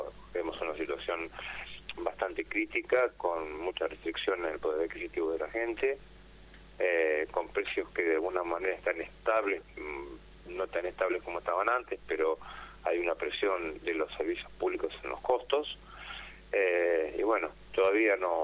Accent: Moreno, Buenos Aires Province, Argentina; yo soy de provincia de Buenos Aires, de Moreno.

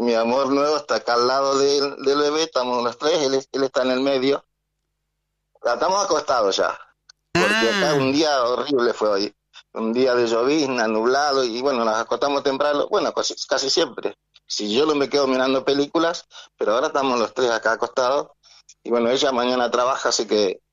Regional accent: Santo Tomé, Corrientes, Argentina; Yo nací en Santo Tomé, Corrientes.

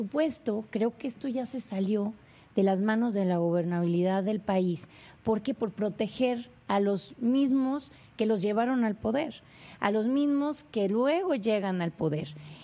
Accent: Coahuila, Mexico; Pero también hay que abrir los ojos como mexicanos, como coahuilenses, y darnos cuenta donde llega la línea de lo indefendible.

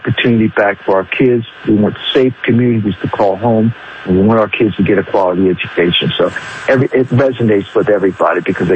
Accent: Baltimore County, Maryland, United States; I grew up in Baltimore County. I love Baltimore County.

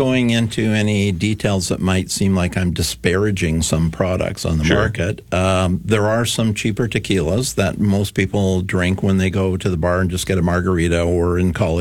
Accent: Esquimalt, British Columbia, Canada; And we just say, Esquimalt.

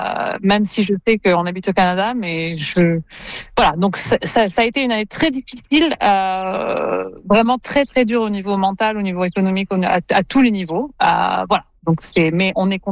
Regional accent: Bordeaux, Nouvelle-Aquitaine, France; Donc j'ai grandi là-bas et j'ai fait du vin avec ma famille à Bordeaux

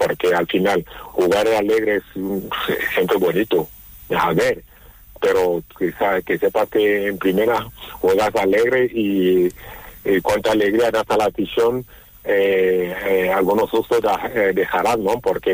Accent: Málaga, Andalusia, Spain; como malagueño y malaguista

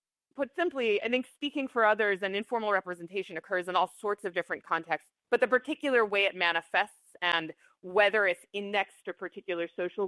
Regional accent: United States; I grew up in the United States. I know examples from the United States. And so I tried to write from a context that I'm familiar with.

